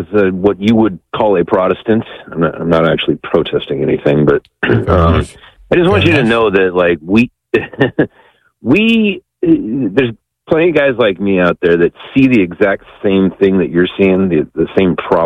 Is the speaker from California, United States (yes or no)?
yes; San Diego, California, United States; born there; now in San Francisco, United States; born into the Jesus movement in San Diego in the late 70s.